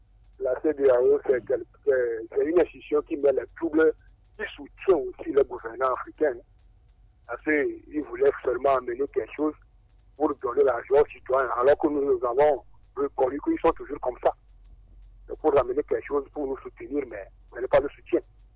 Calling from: Togo; qui appelle d'Addis de Gomé.

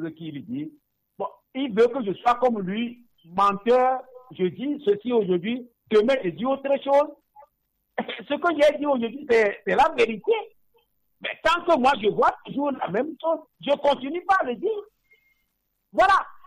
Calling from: Togo; chez nous au Togo

